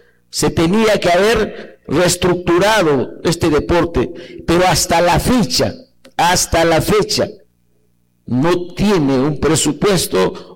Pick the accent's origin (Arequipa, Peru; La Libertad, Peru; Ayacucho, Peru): Ayacucho, Peru; Coracora